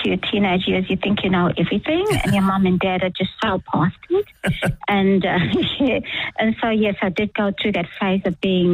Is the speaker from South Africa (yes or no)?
yes; Durban, KwaZulu-Natal, South Africa; I was born in Durban in 1958, uh-huh. So that's where I was raised, yeah.